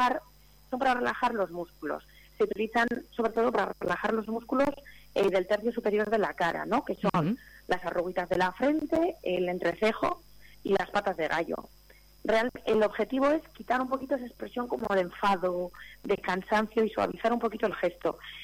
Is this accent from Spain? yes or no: yes; Llodio, Basque Country, Spain; Yo soy del Audio de toda la vida, aquí está mi familia, aquí están todos mis amigos, aquí está mi gente.